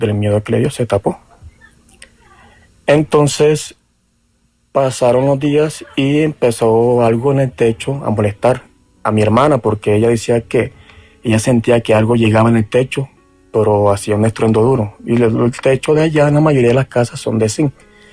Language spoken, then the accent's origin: Spanish; Chiriguaná, Cesar, Colombia; born there; now in Mosquera, Colombia; yo me tocó trasladarme de Mosquera a Chiriguaná, a mi pueblo.